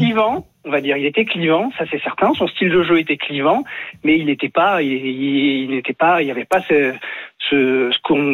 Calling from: Marseille, Provence-Alpes-Côte d'Azur, France; Je vis à Marseille

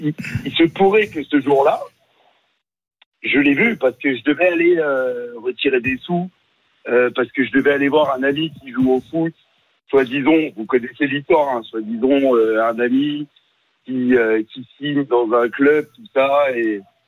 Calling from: Roquebrune-sur-Argens, Provence-Alpes-Côte d'Azur, France; Je suis à Roquebrune sur Argent

